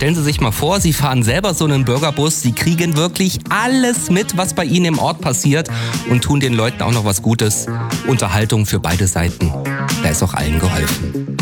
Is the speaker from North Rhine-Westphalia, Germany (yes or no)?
no; Steinbach-Hallenberg, Thuringia, Germany; Und sogar in meiner Heimat Steinbach-Hallenberg tut sich in diese Richtung gerade was.